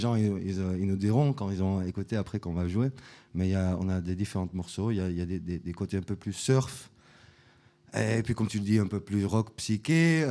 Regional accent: Amsterdam, North Holland, Netherlands; accent: Dutch; French is a second language; Mon accent, c'est néerlandais.

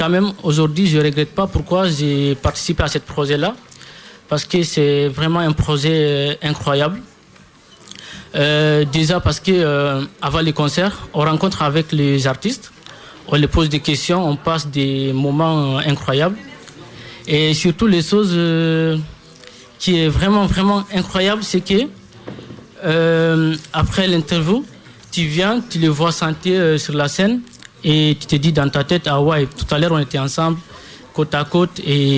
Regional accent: Guinea; now in France; j'ai 17 ans et je suis guinéen et je suis à Coalia, ça fait 3 ans.

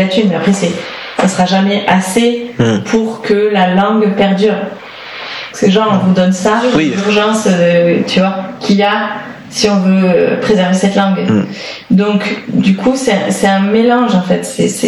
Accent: France; je suis française. Tu vois, je suis blanche

